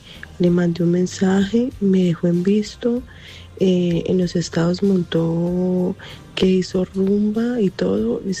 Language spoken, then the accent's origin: Spanish; Colombia; now in Spain; Mi prometido y yo somos colombianos, pero hace mucho tiempo vivimos aquí en España.